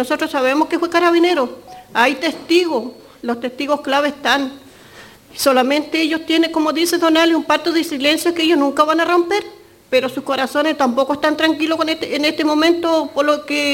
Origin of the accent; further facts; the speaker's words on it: Los Muermos, Los Lagos, Chile; por lo menos yo vengo de Los Muermos, una hora de Puerto a Los Muermos.